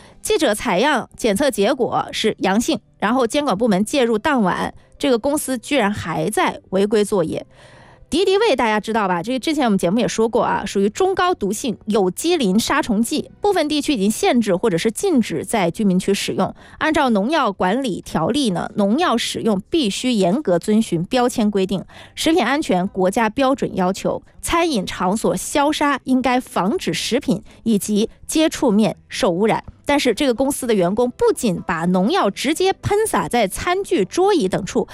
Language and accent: Chinese; Guangdong, China; 作为广东人，再次感受到了洗这个餐前这个冲碗的这个重要性啊。